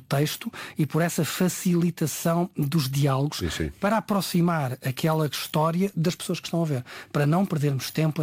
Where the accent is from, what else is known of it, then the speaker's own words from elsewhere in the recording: Portugal; Nos portugueses nós estamos muito habituados a ler as legendas